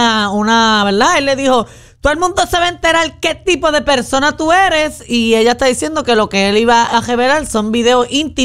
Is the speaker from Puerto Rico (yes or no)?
yes; Puerto Rico; Como somos los puertorriqueños